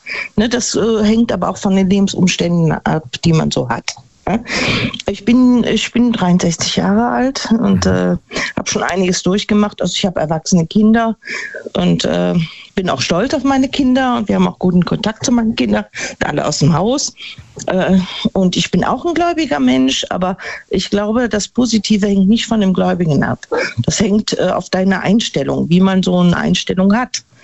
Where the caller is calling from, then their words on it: Neunkirchen-Seelscheid, North Rhine-Westphalia, Germany; Ja, ich bin aus Neunkirchen-Silscheid